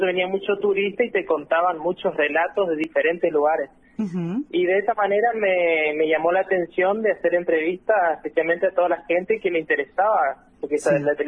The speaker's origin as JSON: {"language": "Spanish", "town": "Oberá", "region": "Misiones", "country": "Argentina", "lives_now": "Santo Tomé, Argentina", "said": "yo prácticamente vengo de Oberá, la provincia de Misiones, y cuando me vine acá por Santo Tomé, justamente estoy viviendo acá"}